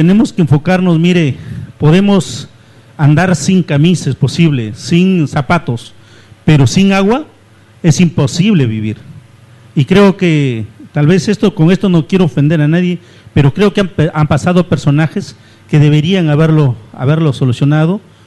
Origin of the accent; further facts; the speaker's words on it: Carabamba, La Libertad, Peru; creo que tengo la capacidad suficiente para poder gobernar mi pueblo